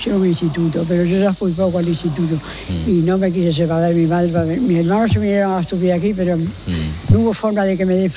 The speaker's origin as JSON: {"language": "Spanish", "region": "Extremadura", "country": "Spain", "tie": "born or raised there", "moved": "as an adult", "said": "Nada, me he criado en un pueblo. Soy extremeña."}